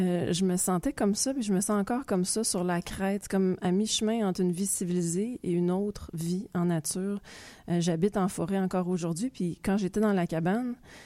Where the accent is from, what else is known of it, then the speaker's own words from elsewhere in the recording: Montreal, Quebec, Canada; born there; je suis née à Montréal